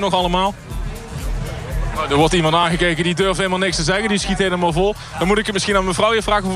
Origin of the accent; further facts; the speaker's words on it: Roermond, Limburg, Netherlands; en dan ik er nog bij uit Roermond